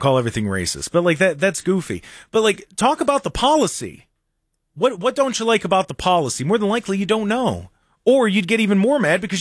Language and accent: English; United States; as an American, I believe in freedom of religion.